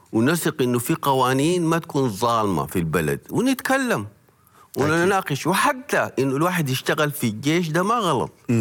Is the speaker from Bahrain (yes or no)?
no; Sudan; كسوداني أنا عندي مسؤولية إنه بلدي القوانين فيها تكون مضبوطة